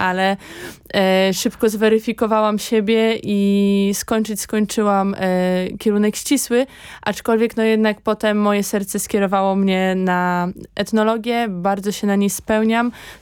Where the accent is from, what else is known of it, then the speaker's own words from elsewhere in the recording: Masovian Voivodeship, Poland; moved away as an adult; now in Warsaw, Poland; ja jestem Kurpiem, a kiedyś bym stwierdziła, że po prostu ja jestem ze wsi, ja jestem stąd